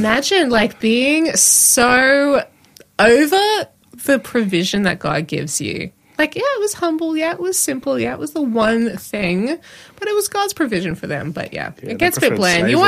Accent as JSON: {"language": "English", "region": "Queensland", "country": "Australia", "also_born_or_lived": "Melbourne", "said": "I'm from Queensland. I like the sunshine."}